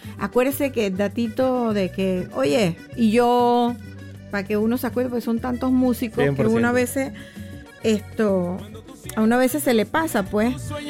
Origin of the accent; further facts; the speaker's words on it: Monagrillo, Herrera, Panama; A pesar de que yo soy de Monagrillo y todo eso, pero yo tengo un dejo ahí más o menos.